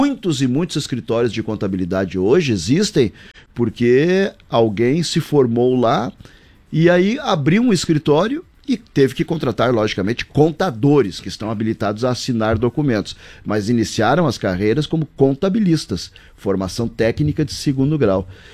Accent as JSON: {"language": "Portuguese", "region": "Rio Grande do Sul", "country": "Brazil", "tie": "born or raised there", "moved": "yes", "lives_now": "Chapecó, Brazil", "said": "Eu não fui criado aqui em Chapecó, fui criado lá na, né, minha parte de infância, adolescência, na Grande Porto Alegre."}